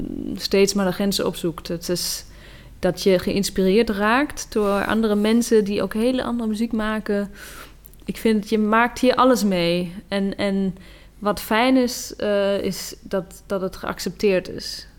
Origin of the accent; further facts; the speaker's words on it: Germany; Dutch is a second language; moved away as an adult; now in Netherlands; Ik ben opgegroeid in Duitsland, maar ik heb echt een verbinding met Ierland.